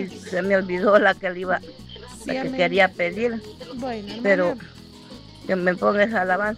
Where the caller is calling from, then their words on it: Coatepeque, Santa Ana, El Salvador; de los Planes del Lago